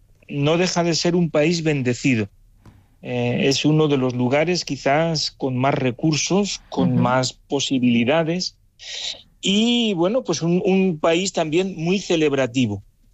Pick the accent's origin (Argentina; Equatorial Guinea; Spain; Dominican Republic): Spain; Castile; born there; also born or lived in Zaragoza; Yo te puedo decir antes de Venezuela que soy castellano de nacimiento, pero maño de corazón.